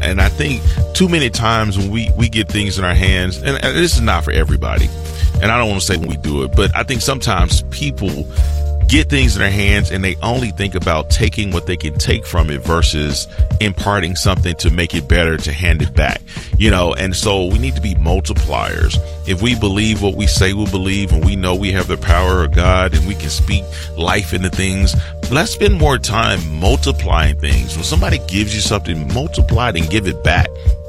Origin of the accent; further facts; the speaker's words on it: Dallas, Texas, United States; moved away; I went back to my hometown in Dallas